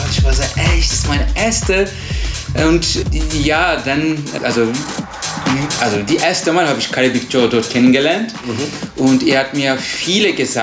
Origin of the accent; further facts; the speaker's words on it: Turkey; German is a second language; moved away as an adult; now in Germany; ich komme aus der Türkei. Ich bin in Deutschland schon seit 8 Jahren.